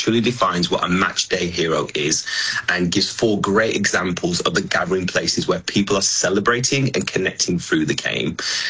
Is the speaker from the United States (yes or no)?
no; United Kingdom; now in Canada; But no, as a Brit living in Canada, Canada. I have a huge connection to football.